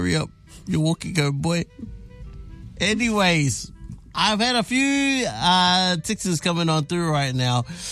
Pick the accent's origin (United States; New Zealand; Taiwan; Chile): New Zealand; Auckland; I was born and raised over there, man. Wickman Way. That's where my grandma lives. I lived there too.